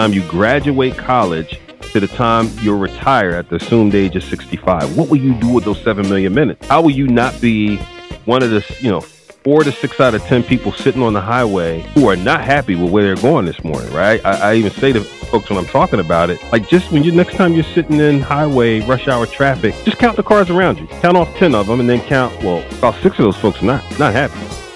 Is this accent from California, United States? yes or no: no; Philadelphia, Pennsylvania, United States; Well, you know, North Philly was tough back then. 8th and Butler was considered at that time, man, the drug capital of the world